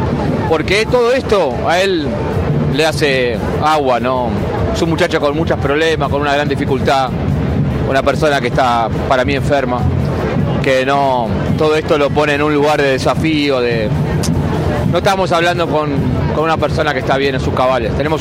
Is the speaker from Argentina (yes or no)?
yes; Morón, Buenos Aires Province, Argentina; Bueno, vengo por motu propio porque soy hijo del conurbano bonaerense, de Morón.